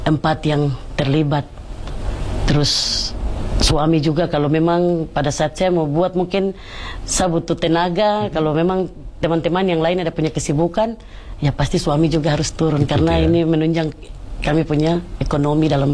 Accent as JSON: {"language": "Indonesian", "region": "Papua", "country": "Indonesia", "said": "jaga kami orang Papua, khusus ini tempunya khas Papua ini, bisa kami jaga sama-sama sampai turun temurun"}